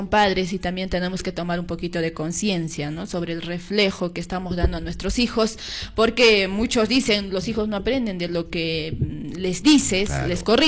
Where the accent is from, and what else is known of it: Peru